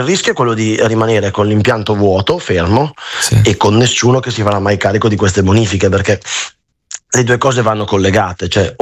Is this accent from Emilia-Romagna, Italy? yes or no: no; Brescia, Lombardy, Italy; io non sono di Taranto ma sono di Brescia